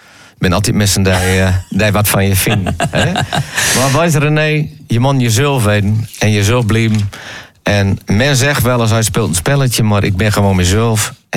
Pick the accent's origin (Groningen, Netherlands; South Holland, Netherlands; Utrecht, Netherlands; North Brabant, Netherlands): Groningen, Netherlands; Ik ben een Groninger